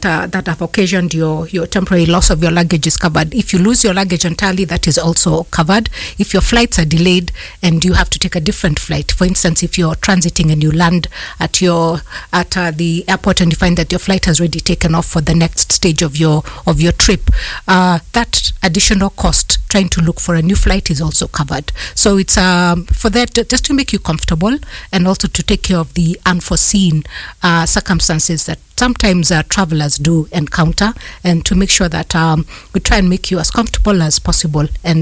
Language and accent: English; Nairobi, Kenya; growing up in Nairobi